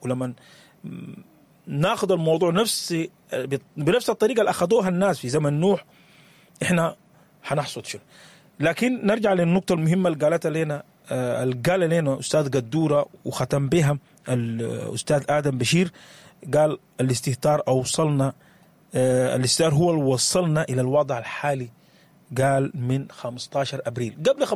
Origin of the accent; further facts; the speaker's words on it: Sudan; لو إحنا رجعنا لها كسودانيين